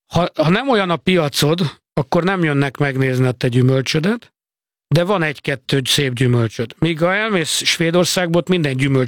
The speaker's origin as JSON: {"language": "Hungarian", "country": "Hungary", "said": "nem is biztos, hogy tudják, hogy Magyarországról jöttem, mert ugyanaz a melegítő van rajtam"}